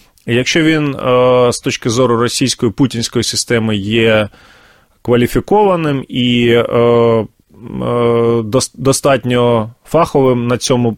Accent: Luhansk Oblast, Ukraine; з моєї рідної Луганщини

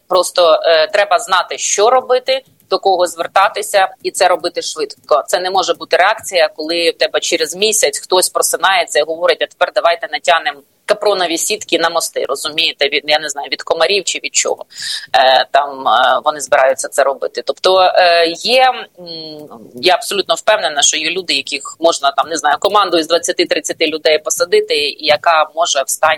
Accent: Kyiv, Ukraine; я киянка, яка теж платить податки тут

